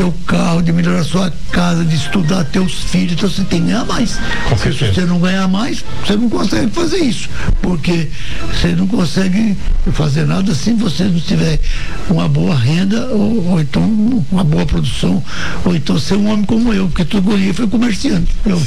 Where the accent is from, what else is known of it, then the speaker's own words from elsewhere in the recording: Bahia, Brazil; como diz o nordestino que eu sou, né, baiano